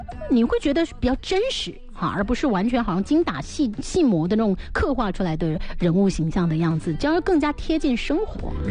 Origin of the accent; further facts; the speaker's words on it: Fujian, China; 作为闽南人是非常有感受和感触的